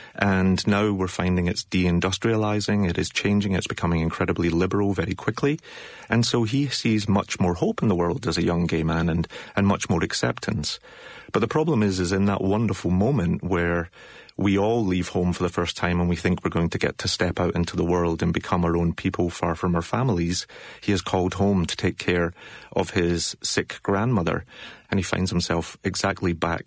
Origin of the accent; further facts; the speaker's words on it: Glasgow, Scotland, United Kingdom; I am a Scotsman who grew up in Glasgow, but I had never been to the Outer Hebrides before.